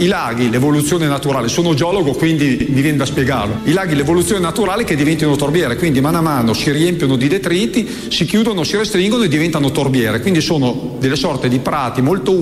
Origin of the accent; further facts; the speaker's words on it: Parma, Emilia-Romagna, Italy; born there; now in Monchio delle Corti, Italy; Io purtroppo da piccolo per lavoro mio papà lavorava giù a Parma, quindi io le scuole le ho fatte a Parma, però appena avevo un attimo libero io tornavo qua.